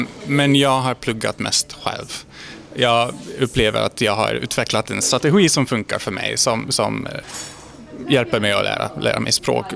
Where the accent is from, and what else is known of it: Cluj-Napoca, Cluj County, Romania; born or raised there; first language Hungarian and Romanian; Swedish is a second language